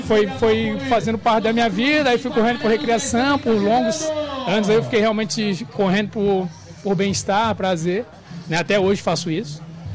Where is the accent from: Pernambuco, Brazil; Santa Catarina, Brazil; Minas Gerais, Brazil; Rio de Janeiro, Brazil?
Santa Catarina, Brazil; Florianópolis; É Florianópolis, manezinho da Ilha Raiz.